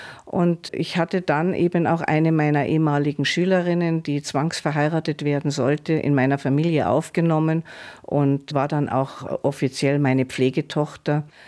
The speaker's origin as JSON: {"language": "German", "region": "Bavaria", "country": "Germany", "tie": "born or raised there", "said": "ich fühle mich immer als Bayer, weil ich nun mal in Bayern geboren bin und sozialisiert wurde."}